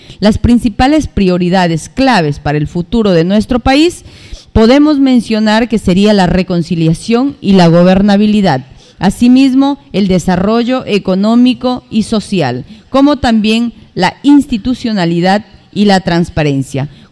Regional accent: Peruvians; El Dorado Province, San Martín, Peru; Un mensaje como peruanos, un mensaje como vecinos dentro de nuestra provincia El Dorado

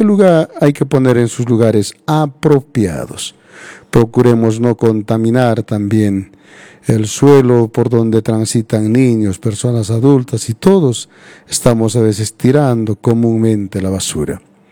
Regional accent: Calca, Cusco, Peru; voy a estar en Calca, nuestra tierra.

